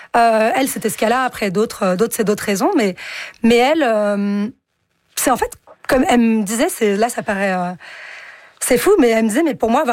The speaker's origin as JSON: {"language": "French", "country": "France"}